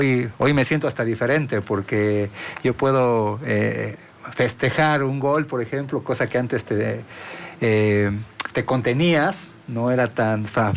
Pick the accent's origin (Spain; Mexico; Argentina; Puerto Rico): Mexico; uno como mexicano